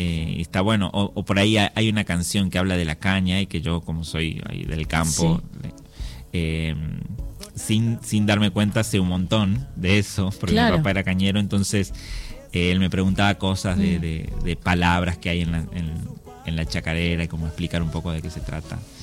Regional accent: Tucumán, Argentina; born or raised there; now in Buenos Aires, Argentina

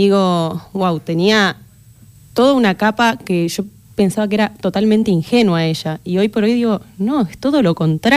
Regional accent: Salta, Argentina; Sí, soy salteña.

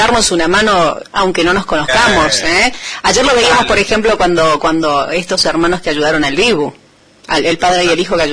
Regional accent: Argentina; nuestro país, de la Argentina

